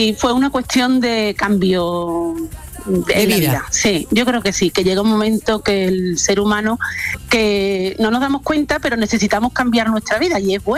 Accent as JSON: {"language": "Spanish", "town": "Seville", "region": "Andalusia", "country": "Spain", "moved": "as an adult", "lives_now": "Germany", "said": "Yo soy de Sevilla."}